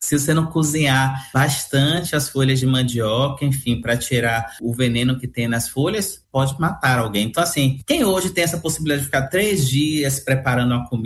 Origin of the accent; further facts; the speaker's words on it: Salvador, Bahia, Brazil; Eu sou da Cidade Baixa, aqui de Salvador, do bairro do Bonfim. Então, cresci com as festas populares, as festas de largo.